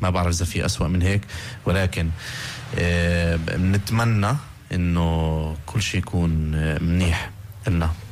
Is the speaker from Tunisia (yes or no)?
no; Palestine; ما في احلى من طبيعه فلسطين بالنسبه لنا كفلسطينيين